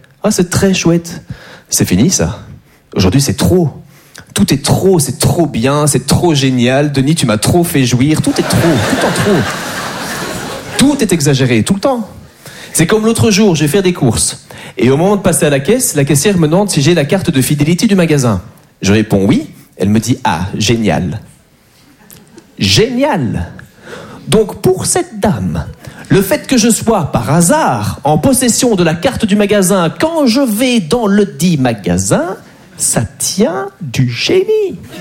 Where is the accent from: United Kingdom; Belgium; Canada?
Belgium; Moi j'adore les Français, même si je suis belge.